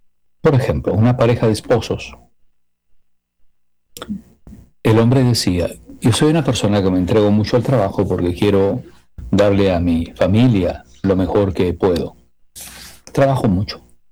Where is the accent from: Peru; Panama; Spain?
Peru; En mi país, yo soy peruano